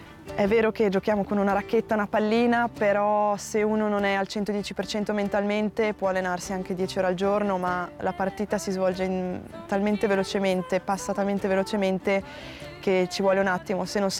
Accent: Bolzano, Trentino-Alto Adige, Italy; Sono nata e cresciuta a Bolzano

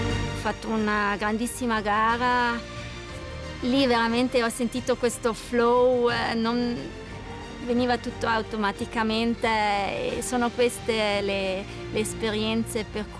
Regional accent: Merano, Trentino-Alto Adige, Italy; sono di Merano.

